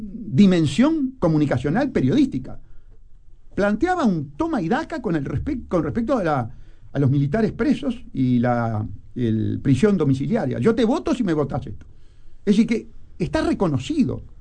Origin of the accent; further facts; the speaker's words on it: Montevideo, Uruguay; soy de Sayago.